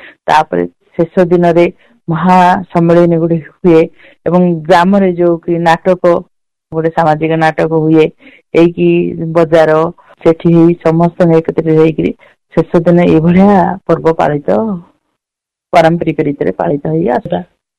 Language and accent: Odia; Semala, Odisha, India; ମୋ ଗାଁ ହଉଛି ସେମଳା, ନବରଙ୍ଗପୁର ଜିଲ୍ଲା ପାପଡ଼ାହାଣ୍ଡି ବ୍ଲକ ସେମଳା ପଞ୍ଚାୟତ।